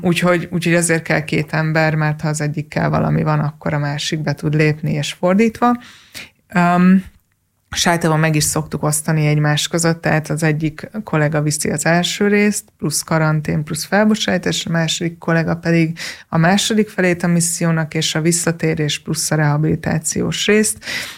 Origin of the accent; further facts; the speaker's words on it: Hungary; first language Hungarian; én magyar vagyok, ő is magyar, és mi voltunk az egyetlen magyarok